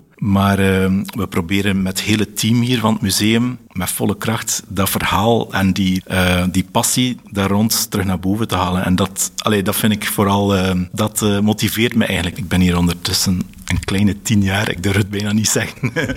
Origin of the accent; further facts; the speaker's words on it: Koksijde, Flanders, Belgium; Ik ben zelf ook van Kokseide en ik ben ook heel erg geïnteresseerd in wat er leeft op deze plek.